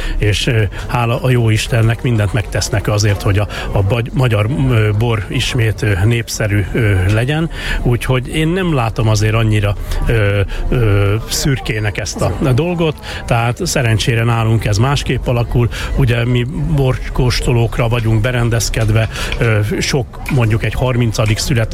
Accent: Lovas, Veszprém County, Hungary; ahol mi élünk, ahonnan mi származunk, meg ahol van a pince is, ugye Lovason az Öreghegyen, amit úgy hívnak közelebbi nevén, hogy Vámosi hegy.

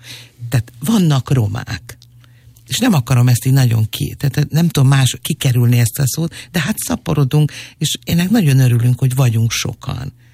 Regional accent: Hungary; nekem ez romaként is nagyon szomorú. De mondjuk azt, hogy magyar állampolgárként.

